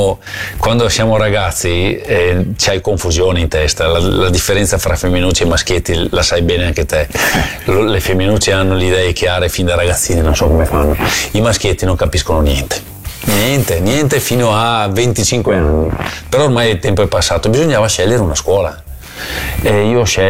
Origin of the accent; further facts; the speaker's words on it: Selvazzano Dentro, Veneto, Italy; moved away; del mio paese, lo nomino perché mi emoziona, Caselle di Selvazzano